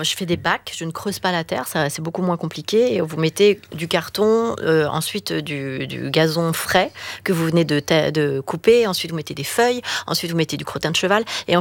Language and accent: French; Paris, Île-de-France, France; Je suis parisienne, mais j'ai regardé des tutos